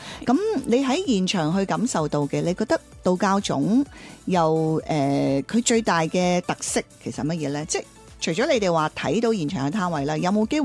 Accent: Jiangmen, Guangdong, China; 系我哋系老乡

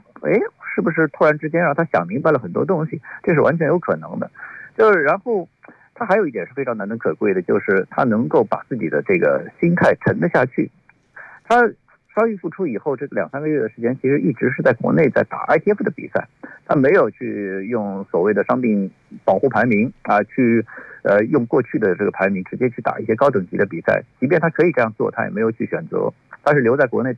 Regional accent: China

